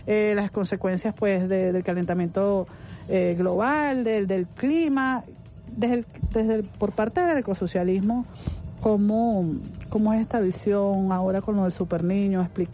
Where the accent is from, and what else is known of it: Venezuela